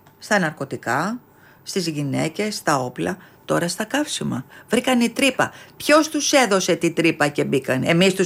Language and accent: Greek; Greece; Εγώ δεν μπορώ στην πατρίδα μου την Ελλάδα να νιώθω ξένη. Νιώθω ξένη στην πατρίδα μου.